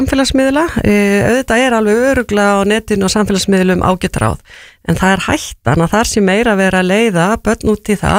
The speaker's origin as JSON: {"language": "Icelandic", "town": "Húsavík", "region": "Northeastern Region", "country": "Iceland", "said": "ég er frá Húsavík og þegar ég byrjaði þá var þetta ekki kennt þar sem dæmi"}